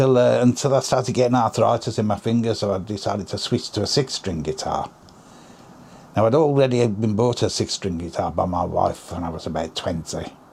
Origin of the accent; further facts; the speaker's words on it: Birmingham, West Midlands, United Kingdom; Nature's, which was where I was brought up in Birmingham